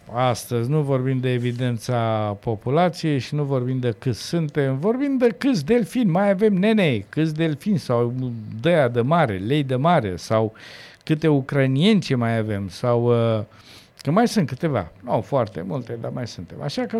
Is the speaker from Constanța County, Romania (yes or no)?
yes; Constanța, Constanța County, Romania; born there; eu m-am născut lângă Hanul Balcan și pentru mine Hanul Balcan înseamnă foarte, foarte mult.